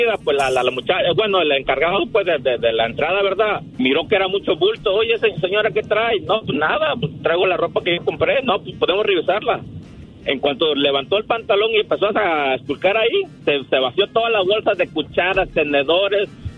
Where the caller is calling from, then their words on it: Ohio, United States; Vengo de visita a California, soy de Ohio.